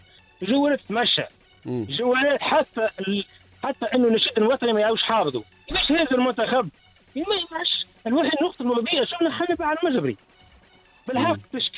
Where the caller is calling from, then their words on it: Sidi Bouzid, Tunisia; من سيدي بوزيد.